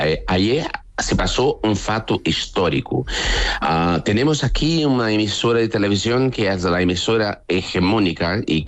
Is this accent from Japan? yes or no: no; Brazil; Spanish is a second language; Así que haré todos los esfuerzos para seguir en mi país, porque es aquí que quiero seguir, es aquí donde tengo mi madre, mis hermanos, mis amigos, la universidad, mi literatura, mis artes. Quiero vivir en Brasil.